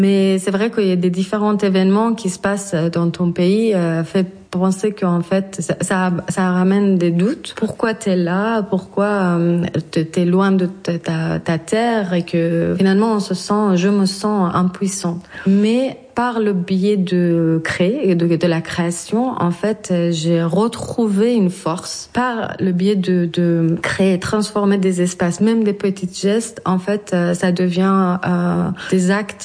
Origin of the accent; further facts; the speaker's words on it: Iran; Je viens d'Iran, donc en fait, ces cheveux étaient toujours un objet de débat, quelque chose de très tabou.